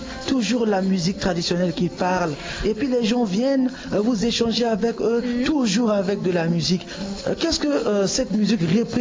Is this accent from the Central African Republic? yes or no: yes; Central African Republic; Chez moi en Centrafrique